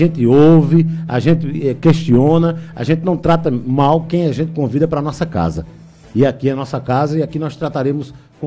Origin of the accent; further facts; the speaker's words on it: São Paulo, Brazil; born there; now in Santa Rita, Brazil; Eu nasci em São Paulo, capital.